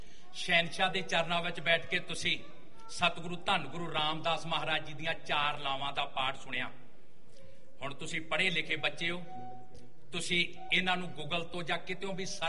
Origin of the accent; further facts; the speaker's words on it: Punjab, India; ਮੈਂ ਵੈਸੇ ਅਸੀਂ ਪੰਜਾਬ ਤੋਂ ਆਏ ਹਾਂ, ਪੰਜਾਬ ਦੀਆਂ ਗੱਲਾਂ ਤੁਹਾਡੇ ਨਾਲ ਕਰਨੀਆਂ ਹੁੰਦੀਆਂ